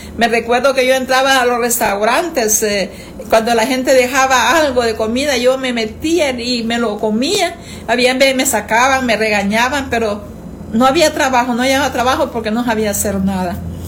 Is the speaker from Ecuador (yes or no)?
no; San Nicolás, Copán, Honduras; moved away as an adult; also born or lived in San Pedro Sula / Ocotepeque; yo me vine para mi lugar de San Nicolás de Copán.